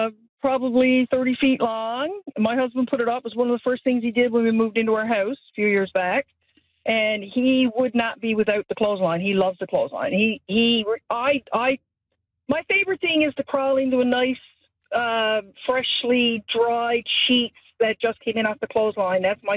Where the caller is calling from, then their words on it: Portugal Cove, Newfoundland and Labrador, Canada; Portugal Cove.